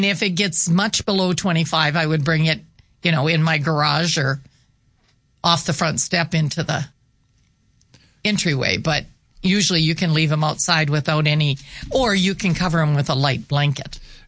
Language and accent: English; Walla Walla, Washington, United States; I grew up in Walla Walla, so that's even more fun.